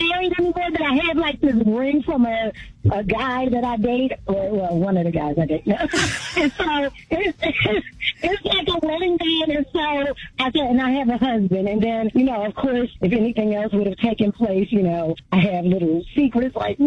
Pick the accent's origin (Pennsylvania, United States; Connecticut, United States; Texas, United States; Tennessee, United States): Pennsylvania, United States; Philadelphia; I am originally from Philadelphia. So I'm kind of serious.